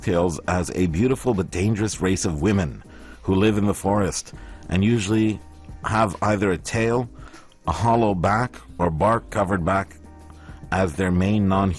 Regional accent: Salalah, Dhofar, Oman; my hometown, Salanda.

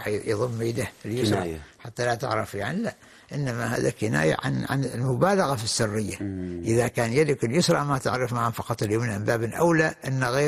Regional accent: Oman; إحنا عندنا في عمان أو في دول منطقة الخليج

